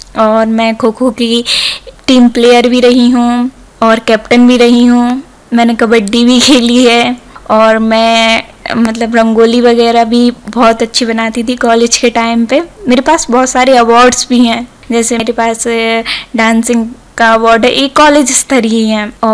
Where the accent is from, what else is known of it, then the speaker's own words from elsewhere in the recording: Banda, Madhya Pradesh, India; now in Sagar, India; मैं बंडा से आती हूँ। मैं सागर में अभी जॉब कर रही हूँ